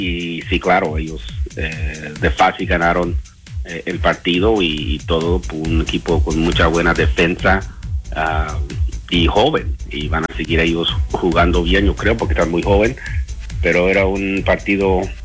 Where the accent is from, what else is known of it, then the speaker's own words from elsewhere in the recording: Mexico; Fue algo que nos unió juntos como mexicanos